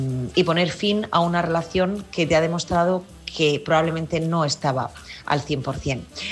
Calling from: Murcia, Region of Murcia, Spain; corresponsal de Murcia.

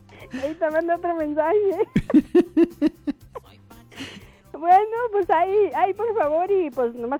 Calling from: Mexico; como todo mexicano

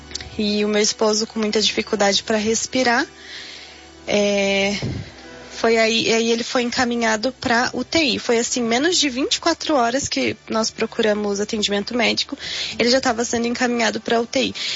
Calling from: Paraná, Brazil; eu sou aqui do Alto Boqueirão.

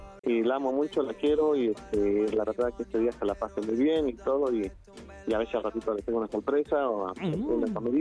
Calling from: Tepeji del Río, Hidalgo, Mexico; En Tepeji del Río de Hidalgo.

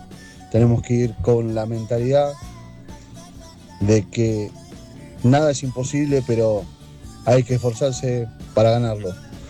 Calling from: San Justo, Buenos Aires Province, Argentina; de San Justo.

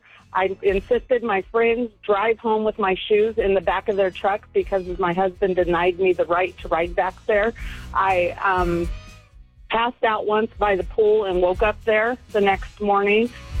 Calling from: Modesto, California, United States

